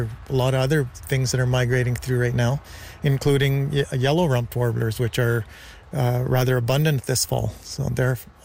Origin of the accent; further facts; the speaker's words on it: Ontario, Canada; moved away; I am accustomed to seeing them from my childhood, growing up in Ontario